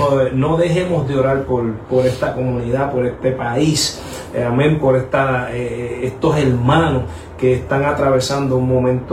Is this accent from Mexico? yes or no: no; Puerto Rico; ¿Cuántos somos de Puerto Rico?